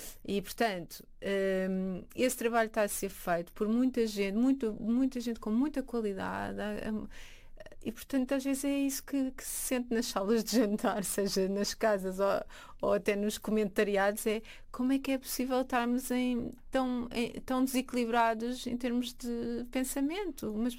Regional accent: Portugal

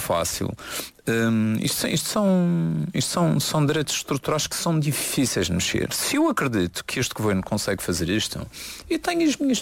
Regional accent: Madeira, Portugal; como nós somos madeirenses.

